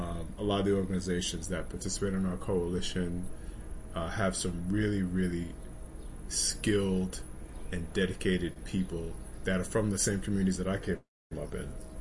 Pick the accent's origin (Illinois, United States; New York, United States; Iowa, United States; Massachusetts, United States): New York, United States; New York City; I grew up in Harlem in the 70s and 80s.